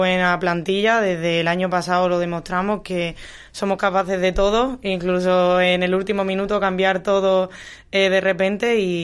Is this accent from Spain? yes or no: yes; Seville, Andalusia, Spain; now in Valencia, Spain; Bueno, ya soy una valenciana más